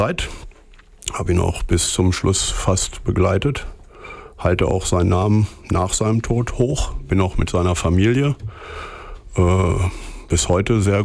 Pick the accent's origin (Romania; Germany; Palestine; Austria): Germany; Hameln, Lower Saxony; moved away as an adult; also born or lived in Los Angeles; Und ich bin hier geboren in dieser Stadt, der kleinen Märchenstadt Hameln, Rattenfängerstadt. Und ganz normal zur Schule gegangen